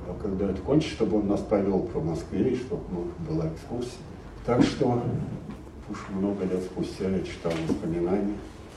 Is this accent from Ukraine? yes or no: yes; Kharkiv, Kharkiv Oblast, Ukraine; born there; also born or lived in Kazan; мы жили в Харьков. Мы приехали в Харьков из Казани с мамой и братом.